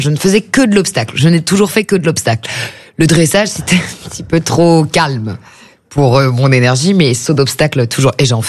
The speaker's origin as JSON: {"language": "French", "town": "Le Chesnay", "region": "Île-de-France", "country": "France", "tie": "born there", "lives_now": "Paris, France", "said": "Ce que je trouve fou aujourd'hui en tant que parisienne, je me dis, mais j'aurais dû me rendre compte de la chance que j'avais d'avoir vraiment mes poneys à 200 mètres de chez moi. C'est là où je vous dis que la vie au Chênay, c'est pas la même qu'une vie parisienne, même si on n'est pas très loin."}